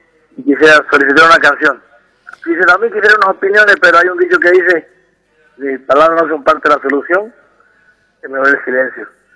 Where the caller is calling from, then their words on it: Portachuelo, Santa Cruz, Bolivia; De Portachuelo.